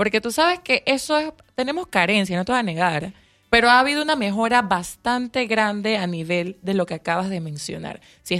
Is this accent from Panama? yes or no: yes; Panama; Panameña.